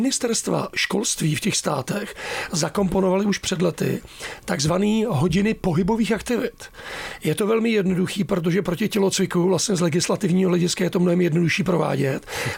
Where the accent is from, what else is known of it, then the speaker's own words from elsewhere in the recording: Příbram, Central Bohemian Region, Czechia; já jsem Příbramák, jsem z Brd, takže já jsem odkryl. Tam je o 5 stupňů neustále méně než Praze.